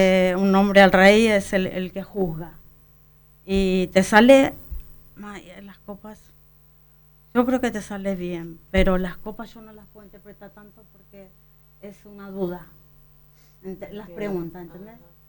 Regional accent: Argentina; now in Luque, Paraguay; yo soy argentina justamente, allá no se practica tanto el San Juan

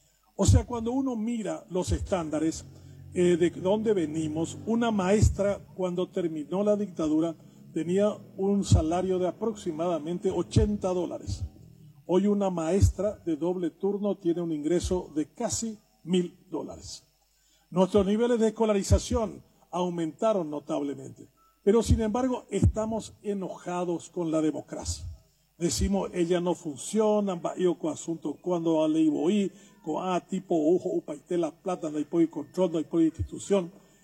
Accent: Paraguay; Nos preguntamos qué somos los paraguayos en democracia.

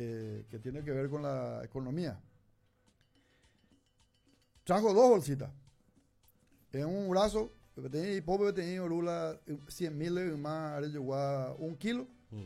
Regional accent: Paraguay; como paraguayo, como cristiano que somos

